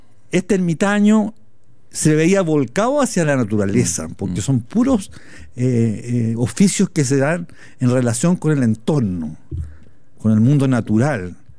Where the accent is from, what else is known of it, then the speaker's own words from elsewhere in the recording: Colín, Maule, Chile; Cerca de Talca, cerca a 15 kilómetros de Talca.